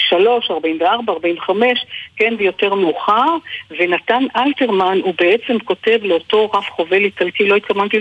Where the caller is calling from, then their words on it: Northern District, Israel; עכשיו אני מגיעה לגליל העליון, שזה המגרש הביתי.